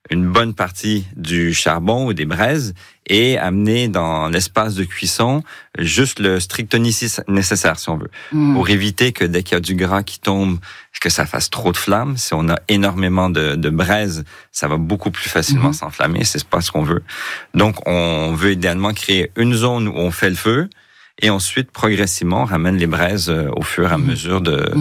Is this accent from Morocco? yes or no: no; Quebec, Canada; now in France; Exactement. En France, quand je suis arrivé il y a une quinzaine d'années, c'était assez peu commun, si on veut.